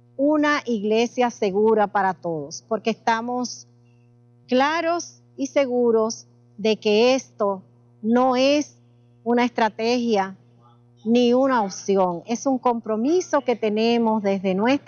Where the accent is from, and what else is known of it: Dominican Republic